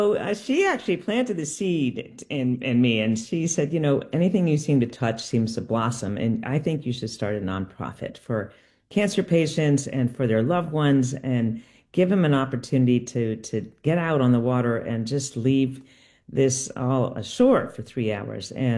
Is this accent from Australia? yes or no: no; Connecticut, United States; now in Burlington, United States; And, you know, I grew up sailing in Connecticut.